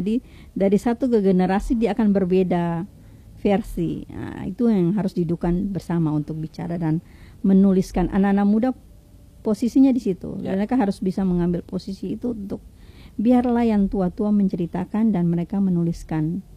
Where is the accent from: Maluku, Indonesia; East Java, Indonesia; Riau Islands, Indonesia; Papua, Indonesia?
Maluku, Indonesia; kita di Maluku ini sangat sensitif soal tapal batas.